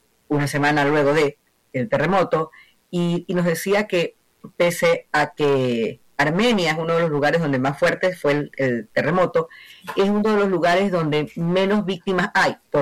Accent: Guayaquil, Guayas, Ecuador; como guayaquileña, como que vivo aquí

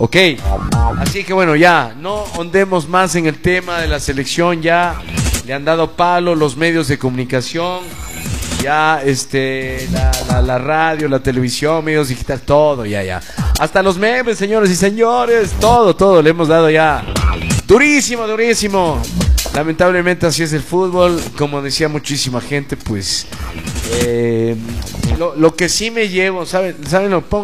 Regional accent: Ecuador; poder mirar como ecuatorianos

